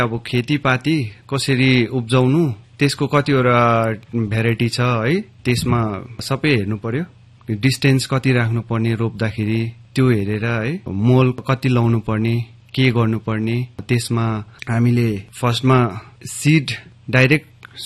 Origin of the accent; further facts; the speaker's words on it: Sikkim, India; मेरो गाउँ चाहिँ पाक्योङ कार्तोक।